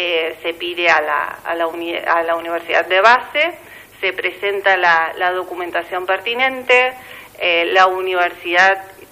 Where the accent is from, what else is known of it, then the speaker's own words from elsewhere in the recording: San Carlos de Bolívar, Buenos Aires Province, Argentina; traer la posibilidad esta a mi ciudad natal.